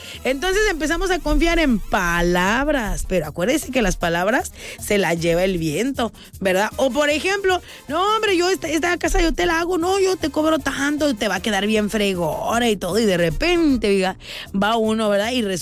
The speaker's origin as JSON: {"language": "Spanish", "country": "Mexico", "said": "como buen mexicano que somos"}